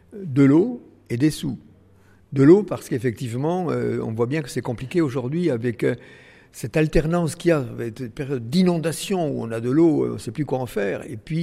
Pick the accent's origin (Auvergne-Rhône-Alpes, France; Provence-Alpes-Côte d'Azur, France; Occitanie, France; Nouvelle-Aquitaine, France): Occitanie, France; Vielmur; Oui, je suis né à Vielmur, dans le Tarn, un petit village, à la campagne. On n'avait même pas l'eau courante, vous voyez, dans la maison.